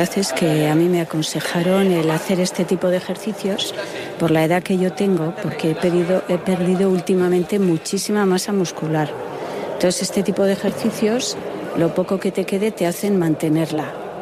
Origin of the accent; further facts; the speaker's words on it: Navaurrea Baja, Spain; Nada, en 10 minuticos o menos estoy en mi pueblo, en Navaurrea Baja, sí.